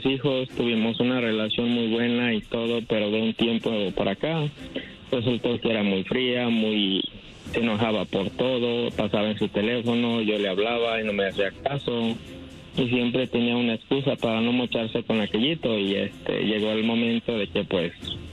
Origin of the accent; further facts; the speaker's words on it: Uruapan, Michoacán, Mexico; now in United States; yo la traigo de mi pueblo